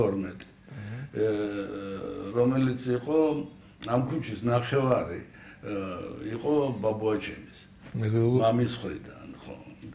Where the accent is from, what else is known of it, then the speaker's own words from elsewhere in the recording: Guria, Georgia; მეც გამოვედი მე გურული იმიტომ რომ გამზარდეს იქ.